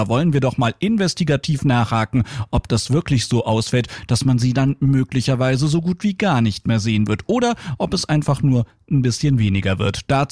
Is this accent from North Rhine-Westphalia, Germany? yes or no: no; Hesse, Germany; Ich komme eigentlich aus dem Rhein-Main-Gebiet, aus so einem Ballungsraum, wo die Städte immer größer werden und das Leben dadurch immer anonymer.